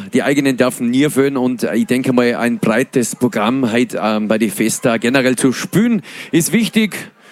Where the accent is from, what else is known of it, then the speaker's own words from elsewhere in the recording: Tyrol, Austria; als Tiroler Band das Rosenheimer Herbstfest umrahmen zu dürfen.